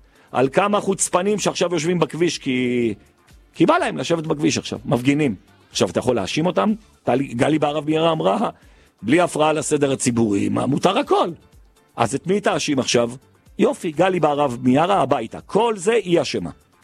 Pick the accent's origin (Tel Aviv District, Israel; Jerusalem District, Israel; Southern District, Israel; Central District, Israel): Jerusalem District, Israel; Jerusalem; אנחנו ירושלמים